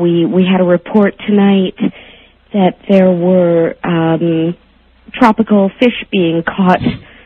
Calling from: Victoria, British Columbia, Canada; I'm calling from Victoria

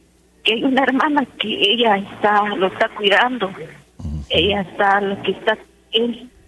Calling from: Quetzaltenango, Guatemala; Aquí le hablo de Quetzaltenango.

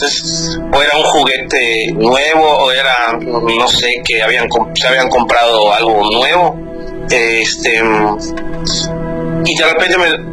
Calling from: Mérida, Yucatán, Mexico; de Mérida.

